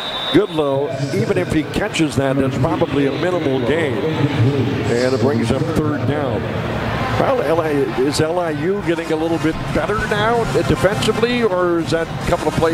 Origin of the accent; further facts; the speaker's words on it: Williston, North Dakota, United States; I remember growing up in Williston.